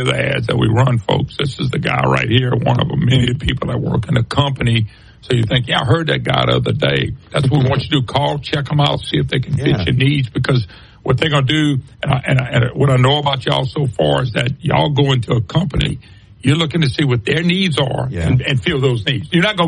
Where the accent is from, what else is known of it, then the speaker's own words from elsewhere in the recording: Plaquemine, Louisiana, United States; also born or lived in Baton Rouge; I'm born and raised in Plaquemine. Of course, I went to school in Baton Rouge.